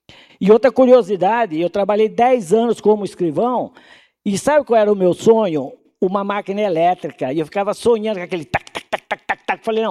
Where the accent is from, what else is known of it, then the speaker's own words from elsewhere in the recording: Adamantina, São Paulo, Brazil; moved away as an adult; now in Araras, Brazil; Eu estou com 60 e um pouquinho, então, um terço da minha vida realmente eu dediquei a Araras. Sou natural de Adamantina e, a partir de hoje, eu tenho a naturalidade também dividida com Araras. Cheguei a essa cidade no ano de 86, ou seja, 40 anos atrás.